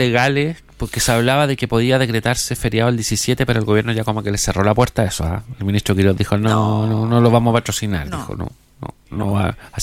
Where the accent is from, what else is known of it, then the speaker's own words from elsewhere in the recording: Chile; Nosotros lo sabemos como chilenos